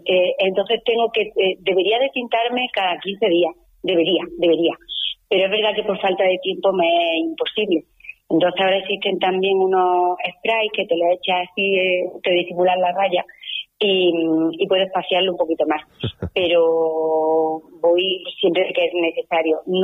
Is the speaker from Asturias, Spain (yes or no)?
no; Linares, Andalusia, Spain; also born or lived in Granada / Madrid; mi infancia transcurrió aquí en Linares, y después cuando finalicé los estudios, en este caso de COU, pues una vez cuando probé selectividad, pues me fui a Granada a estudiar.